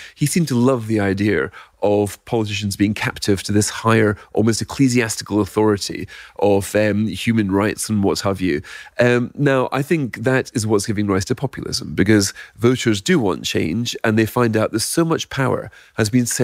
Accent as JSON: {"language": "English", "region": "Scotland", "country": "United Kingdom", "said": "Now, as a Scot, I've heard this before."}